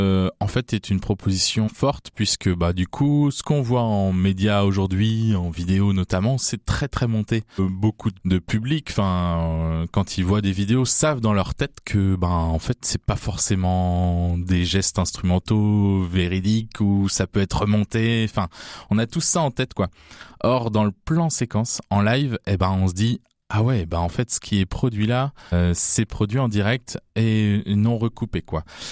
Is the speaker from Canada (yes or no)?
no; Bressuire, Nouvelle-Aquitaine, France; moved away as an adult; now in Poitiers, France; je suis originaire de Bressuire, précisément.